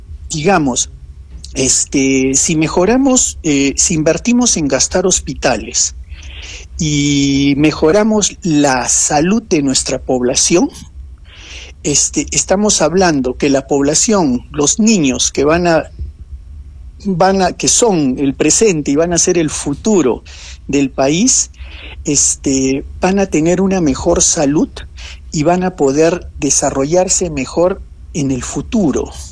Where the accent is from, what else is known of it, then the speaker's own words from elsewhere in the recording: Arequipa, Peru; Yo como arequipeño y como todos los que vivimos aquí